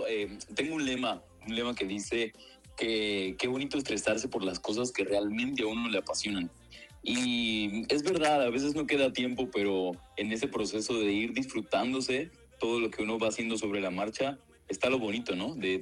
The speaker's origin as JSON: {"language": "Spanish", "country": "Venezuela", "also_born_or_lived": "Panama", "moved": "yes", "lives_now": "United States", "said": "Bueno, salí de Venezuela en el 2015. Tengo casi 13 años ya fuera de Venezuela y me he radicado, duré 7 años en Panamá, pero estoy aquí radicado en Estados Unidos"}